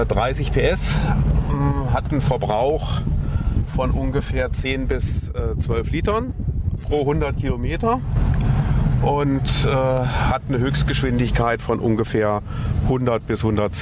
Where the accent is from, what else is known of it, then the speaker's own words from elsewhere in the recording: Kassel, Hesse, Germany; born there; Ich muss sagen, ich bin in Kassel geboren, die Strecke kannte ich auch nicht.